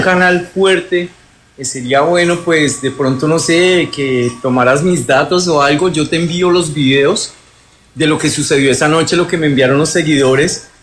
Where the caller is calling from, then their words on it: Neiva, Huila, Colombia; No, yo estoy en Neiva